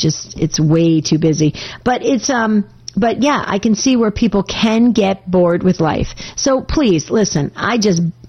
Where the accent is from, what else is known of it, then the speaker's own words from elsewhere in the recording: New Jersey, United States; now in Arizona, United States; This is when I grew up in Jersey. We don't have any grass in Arizona.